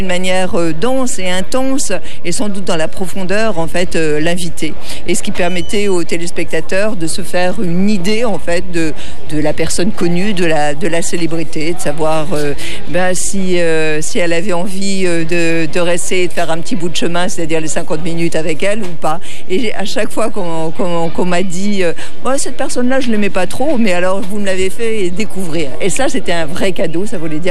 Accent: Brittany, France

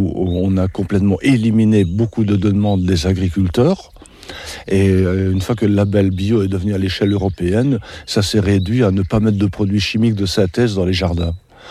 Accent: Liège, Wallonia, Belgium; now in Ardèche, France; Moi, je suis belge d'origine, j'habitais dans une banlieue industrielle, Liège, vallée de la Fensch pour ceux qui connaissent dans le nord-est, Saint-Étienne, les cycles Saint-Étienne, banlieue industrielle métallurgique entièrement polluée

